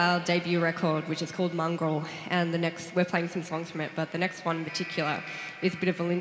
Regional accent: Australia; now in Sydney, Australia; growing up as a mixed race person in a rural area and reconciling what it means to be Australian

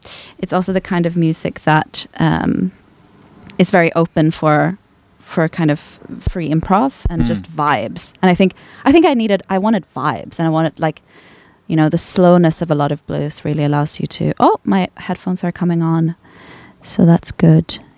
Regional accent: Gothenburg, Västra Götaland, Sweden; I grew up in Sweden. It wasn't like there was any... But the weird thing, though, is I'm from Gothenburg, and Gothenburg has a sort of blues rock scene

